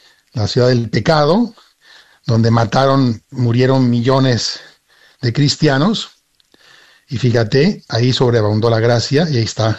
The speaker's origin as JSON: {"language": "Spanish", "country": "Spain", "lives_now": "Mérida, Mexico", "said": "Yo soy español, aunque vivo aquí en México."}